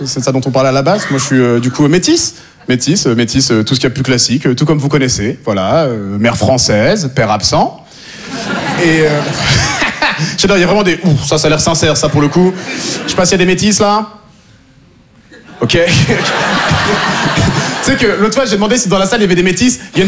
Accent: Normandy, France; born there; Moi, je suis né en Normandie.

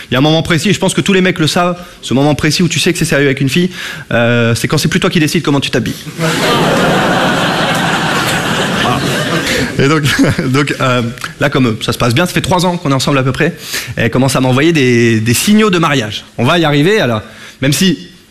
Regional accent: Hauts-de-France, France; now in Paris, France; je viens de Picardie, et maintenant je vis à Paris.

